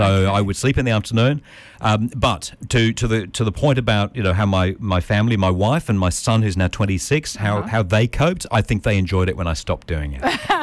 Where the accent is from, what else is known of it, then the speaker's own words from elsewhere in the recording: Manly, Queensland, Australia; But also, look, I grew up in Manly, not too far from here, obviously.